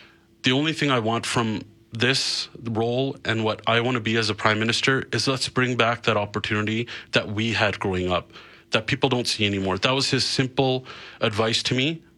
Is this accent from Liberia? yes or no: no; Calgary, Alberta, Canada; I am blessed enough to be able to represent the riding that I grew up in, where I moved to when we first moved to this g